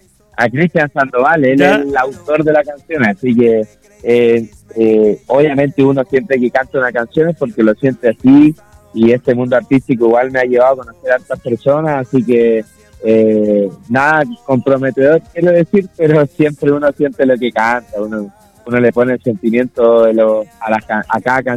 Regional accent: Villa O'Higgins, Aysén, Chile; also born or lived in Cochrane; now in Santiago, Chile; Yo nací en Cochran y luego me crié en Villa O'Higgins, que son dos pueblitos súper aislados de la región de Aysén. Y luego fui recorriendo escenarios más regionales, locales, hasta que llegué a Santiago, actualmente donde vivo.

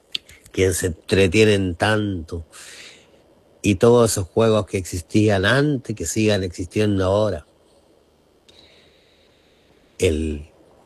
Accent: Los Ríos, Chile; digámosle como le decíamos en Ranco.

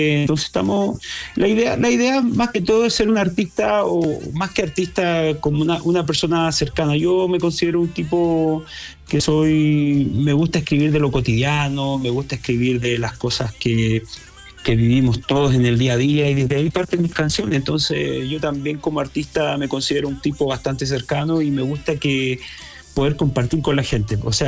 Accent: Chile; para nosotros como chilenos, nos sentimos bien orgullosos

